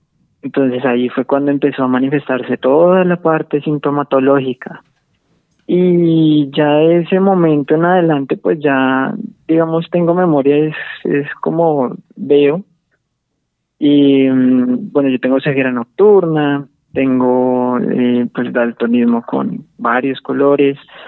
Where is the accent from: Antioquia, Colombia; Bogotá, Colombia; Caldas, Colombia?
Bogotá, Colombia; born there; Yo nací en Bogotá. Soy del año 94. Tengo 32 años actualmente.